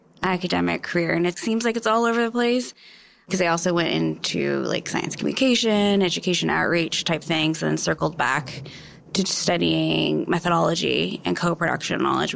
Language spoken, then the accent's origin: English; Fairbanks, Alaska, United States; also born or lived in Anchorage; So I grew up in Fairbanks and in Anchorage, and I'm a Nupiat. My family originally comes from King Island.